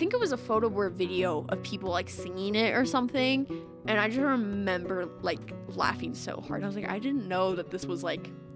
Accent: the South, United States; I grew up in the South

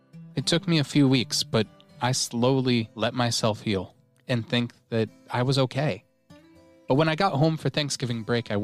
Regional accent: Colorado, United States; now in Australia

